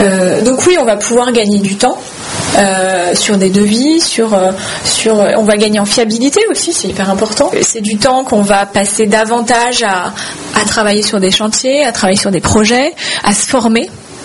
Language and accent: French; Brittany, France; J'ai grandi en Bretagne